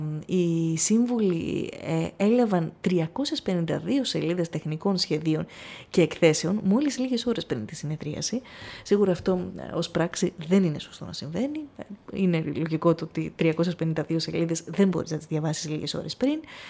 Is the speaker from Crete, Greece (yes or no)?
no; Thessaloniki, Central Macedonia, Greece; ως πολίτης, ως Θεσσαλονικιά